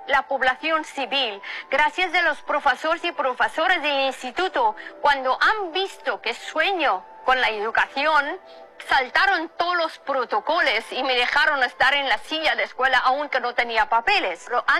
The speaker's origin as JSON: {"language": "Spanish", "country": "Afghanistan", "tie": "born or raised there", "moved": "as an adult", "lives_now": "Spain", "said": "Desde hace mucho tiempo que vivo en España, soy activista por los derechos humanos y nací, crecí en Afganistán hasta 21 años, viví en Afganistán."}